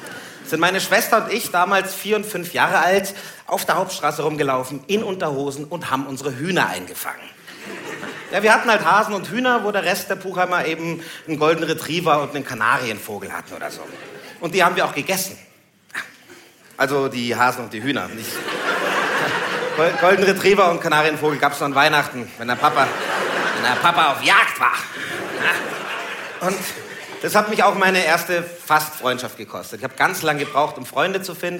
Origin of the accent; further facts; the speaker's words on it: Puchheim, Bavaria, Germany; Wir sind da draußen in Puchheim. Ich bin da ja aufgewachsen, also eben geboren und älter geworden auf jeden Fall.